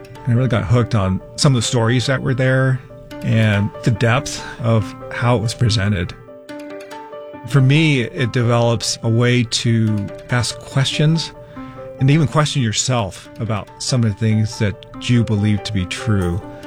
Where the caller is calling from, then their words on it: Holladay, Utah, United States; I am from Holiday, Utah.